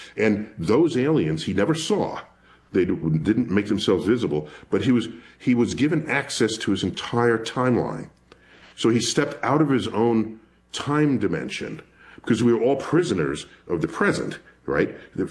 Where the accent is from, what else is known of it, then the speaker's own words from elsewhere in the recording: New York City, New York, United States; a first visit to my local planetarium, born and raised in New York City.